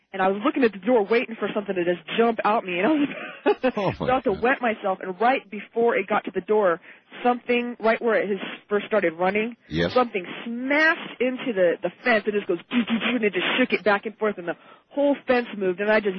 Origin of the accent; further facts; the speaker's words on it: Susanville, California, United States